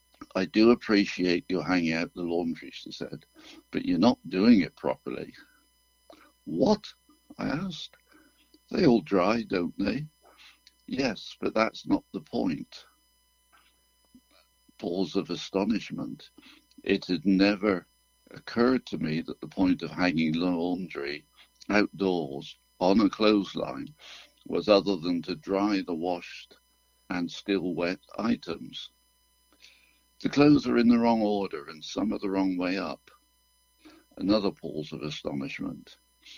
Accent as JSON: {"language": "English", "country": "United Kingdom", "tie": "born or raised there", "moved": "as an adult", "lives_now": "Canada", "said": "You can tell from my accent, I'm not yet a Newfoundlander. I was born in the UK and lived there for 40 years before I came over here."}